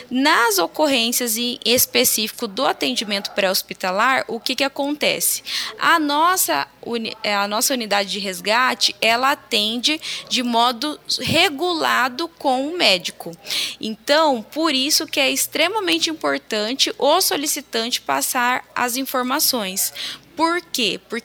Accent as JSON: {"language": "Portuguese", "region": "Mato Grosso", "country": "Brazil", "said": "enquanto mato-grossense"}